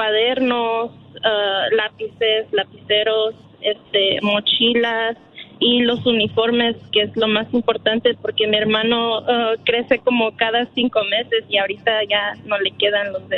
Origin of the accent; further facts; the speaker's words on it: Los Angeles, California, United States; born there; now in Houston, United States; Estuvimos viviendo, nacimos en Los Ángeles, nos movimos a Houston, Texas hace como 10 años.